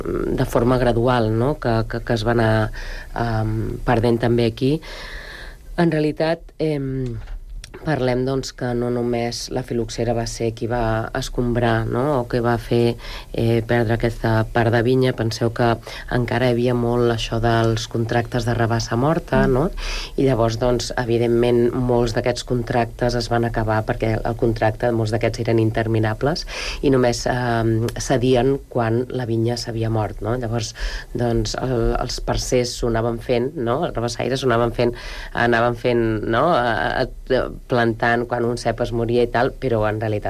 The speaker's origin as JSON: {"language": "Catalan", "region": "Catalonia", "country": "Spain", "said": "els que som del Bages"}